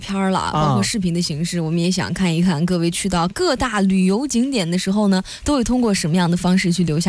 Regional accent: Shandong, China; 我的山东认同感啊，就又高了一分啊。

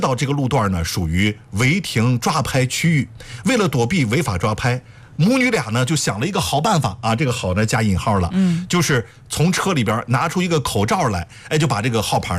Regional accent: Shandong, China

